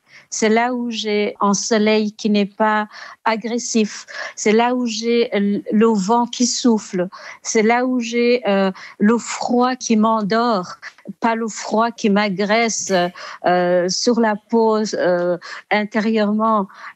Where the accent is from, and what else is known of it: Burundi; born or raised there; moved away